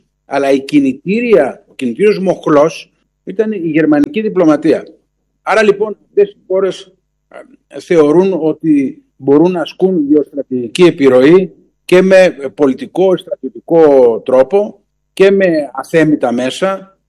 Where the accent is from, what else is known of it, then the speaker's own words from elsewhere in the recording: Greece; εμείς ως Έλληνες το έχουμε βιώσει αυτό στο πετσί μας.